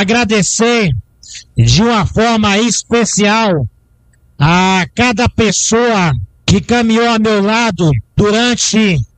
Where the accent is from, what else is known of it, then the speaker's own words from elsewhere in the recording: Malhada, Bahia, Brazil; ao povo da minha terra natal, a minha querida Canabrava.